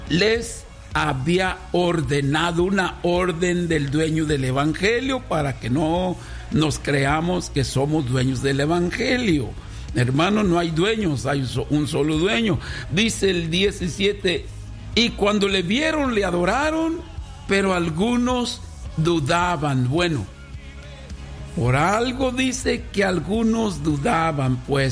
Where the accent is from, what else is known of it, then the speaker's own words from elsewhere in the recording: Guanajuato, Mexico; born there; el Rincón de Alonso de Guanajuato, de donde yo vengo